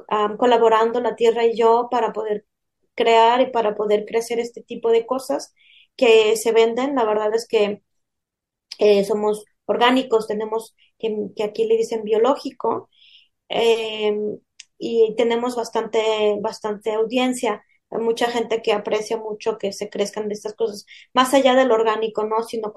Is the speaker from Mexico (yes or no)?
yes; Mexico; now in Europe; yo como mexicana